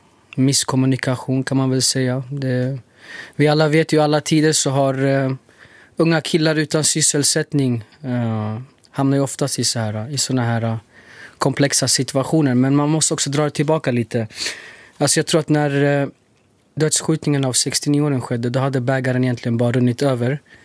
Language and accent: Swedish; Stockholm, Stockholm County, Sweden; för oss som är födda och uppvuxna i Sverige, Stockholm, Husby.